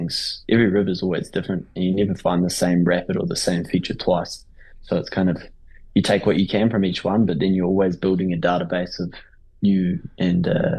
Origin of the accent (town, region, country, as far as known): Okere Falls, Bay of Plenty, New Zealand; born or raised there